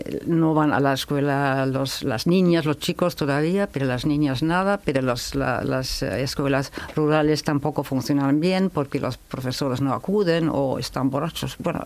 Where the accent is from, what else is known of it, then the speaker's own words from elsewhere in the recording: Germany; moved away; yo soy alemana.